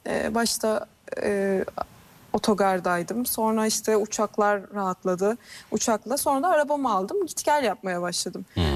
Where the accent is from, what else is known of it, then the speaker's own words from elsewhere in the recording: Ankara, Turkey; now in Istanbul, Turkey; İstanbul'da yaşayan bir Ankaralı olarak iyi ki Ankaralıymışım diyorum.